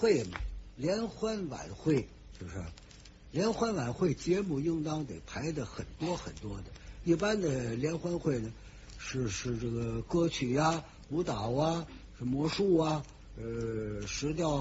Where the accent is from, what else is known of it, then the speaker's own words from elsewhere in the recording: Beijing, China; now in Tianjin, China; 我在天津这儿50多年了啊，我从北京来天津50多年了